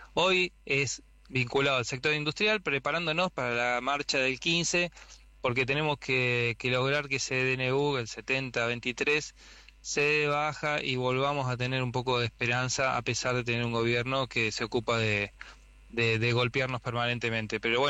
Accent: Argentina; nosotros como argentinos

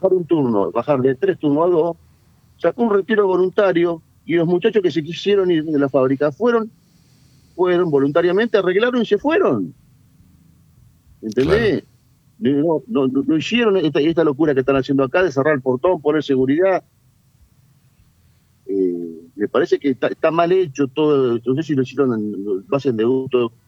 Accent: Gualeguaychú, Entre Ríos, Argentina; Yo soy de Gualeguaychú, sí.

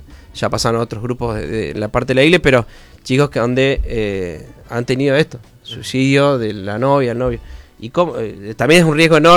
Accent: Buenos Aires, Argentina; yo vengo de Buenos Aires y hemos conocido distintos espacios de iglesias

